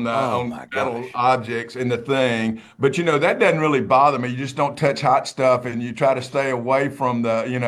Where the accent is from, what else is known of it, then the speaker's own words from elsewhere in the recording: Mississippi, United States; And I'm from Mississippi, so 20 degrees is cold to me.